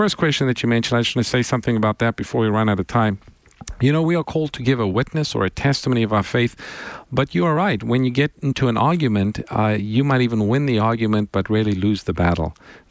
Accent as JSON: {"language": "English", "country": "South Africa", "tie": "born or raised there", "said": "I'm from South Africa, grew up there, and we spent time in the mission field."}